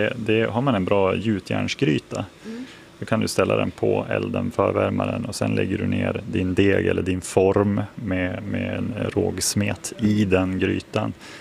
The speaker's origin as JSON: {"language": "Swedish", "town": "Umeå", "region": "Västerbotten County", "country": "Sweden", "moved": "yes", "said": "Jag kommer från Umeå uppe i norr."}